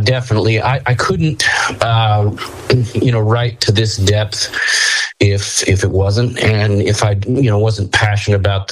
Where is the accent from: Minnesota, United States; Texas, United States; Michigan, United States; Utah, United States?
Utah, United States; born there; my home state here in Utah in the West.